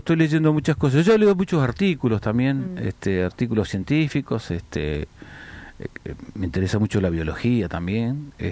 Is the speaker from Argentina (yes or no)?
yes; Comodoro Rivadavia, Chubut, Argentina; soy de Comodoro Rivadavia y vivía cerca del mar en Comodoro, así que también tengo esa cultura marítima, digamos.